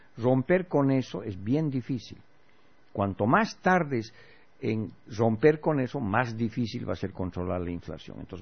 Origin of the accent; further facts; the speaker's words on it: Villazón, Potosí, Bolivia; una cosa es el gobierno de mi tierra, Villazón, municipal